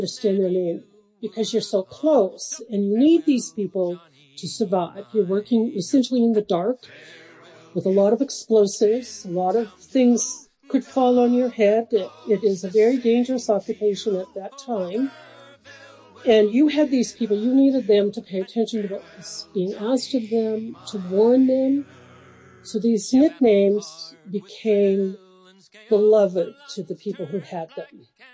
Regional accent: Butte, Montana, United States; I grew up here. I've lived here a long time. My family has been here multiple generations.

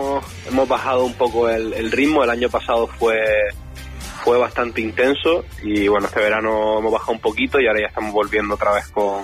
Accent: Las Palmas de Gran Canaria, Canary Islands, Spain; accent: Canarian; yo soy de Las Palmas, he crecido en Las Palmas

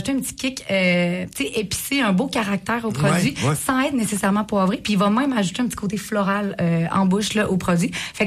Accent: Quebec, Canada; now in Baie-Comeau, Canada; Je viens du Saguenay-Lac-Saint-Jean. J'ai été amenée par le vent du Nord sur la côte nord.

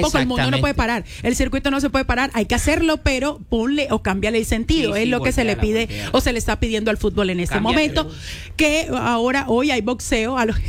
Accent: Colombia; lo que nos representa nosotros como colombianos.

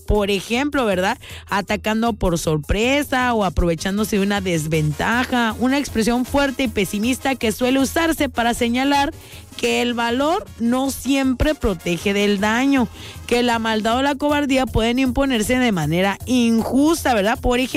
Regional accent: Mexico; somos los mexicanos

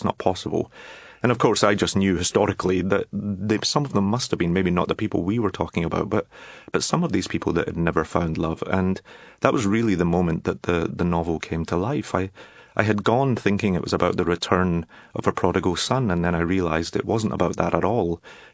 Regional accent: Glasgow, Scotland, United Kingdom; born or raised there

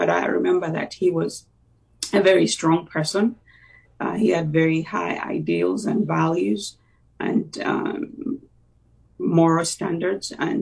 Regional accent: Kampala, Central Region, Uganda; also born or lived in England; now in United States; I grew up in Uganda, in Kampala, in the capital city. I went to school there. It's a third world country.

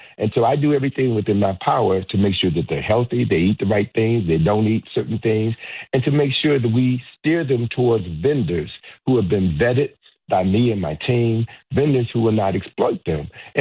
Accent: Chicago, Illinois, United States; I know Egypt better than I know my hometown, Chicago, better than I know Washington, D.C.

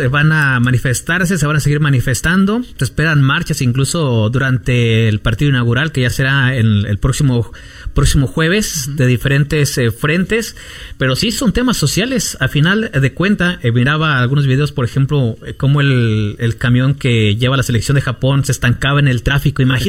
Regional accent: Mexico; ya no nos sorprende como mexicanos

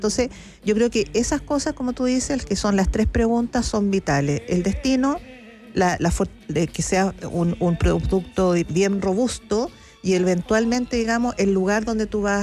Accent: Chile; Fíjate que nosotros empezamos a viajar como chilenos también hace poco.

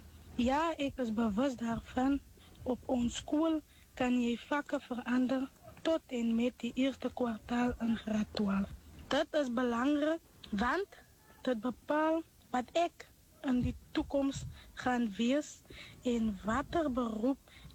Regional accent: Victoria West, Northern Cape, South Africa; Ek is van Victoria West. Ek is 'n graad 9 leerder by Victoria West Hoërskool.

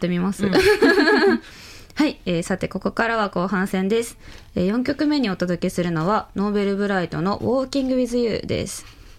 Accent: Kanzaki District, Hyogo, Japan; 私も姫路ではないんですけど、うんうん、姫路と同じあの校区のなんていうんですかね、姫路市にある、

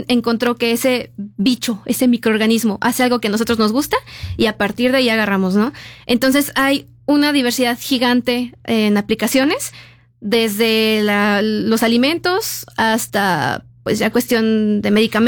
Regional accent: León, Guanajuato, Mexico; En León, porque yo soy de León, Guanajuato.

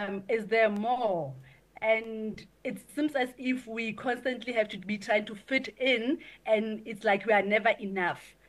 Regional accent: Zeerust, North West, South Africa; moved away; you move from high school, from a rural area, I'm from Zirast in the Northwest

